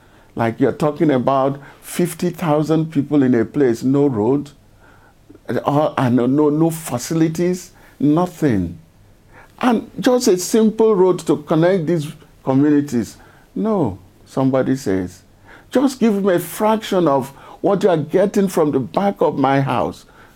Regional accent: Nigeria; I'm Nigerian

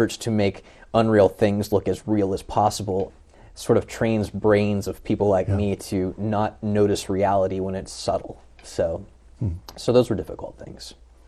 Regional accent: Bible Belt, United States; moved away; also born or lived in Cincinnati; we come from the Bible Belt where the preaching is just dynamic.

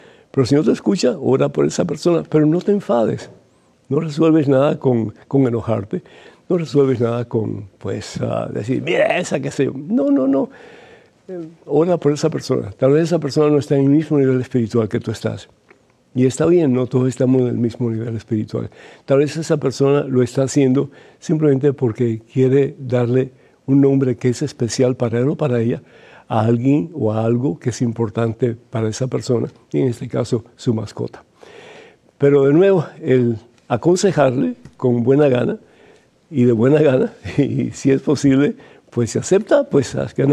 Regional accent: Cuba; Yo soy de Cuba originalmente.

